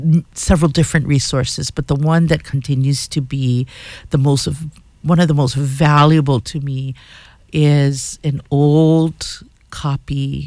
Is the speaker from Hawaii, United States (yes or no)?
yes; Anahola, Hawaii, United States; And I'm born and raised in Anahola, I still live there today.